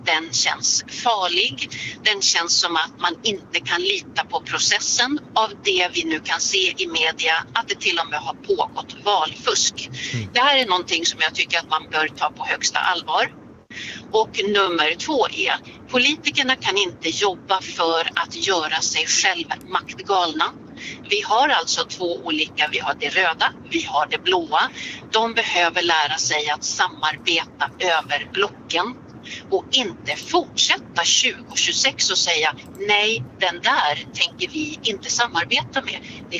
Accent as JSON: {"language": "Swedish", "region": "Norrland", "country": "Sweden", "tie": "born or raised there", "said": "Centerpartiet, jag är ju uppvuxen uppe i Norrland. Centerpartiet var stort back in the days uppe i Norrland."}